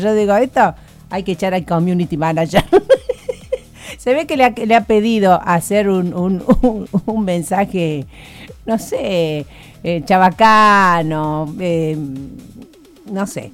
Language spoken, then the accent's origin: Spanish; Argentina; cuando descubre que soy argentino